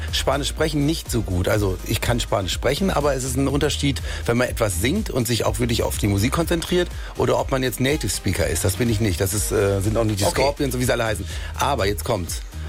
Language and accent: German; Germany; Also auch das muss ich mir als Deutscher erlernen. Ich bin aber Halbitaliener, deswegen ist die romanische Sprache, wie Spanisch auch, war für mich einfacher.